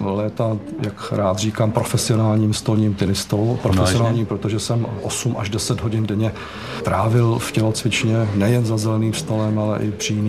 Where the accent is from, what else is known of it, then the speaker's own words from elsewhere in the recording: Teplice, Ústí nad Labem Region, Czechia; born there; moved away as an adult; now in Prague, Czechia; Já jsem se narodil v Teplicích, v Praze jsem od roku 66, kdy jsem přišel na studia a už jsem se z Prahy od té doby nikam neodstěhoval.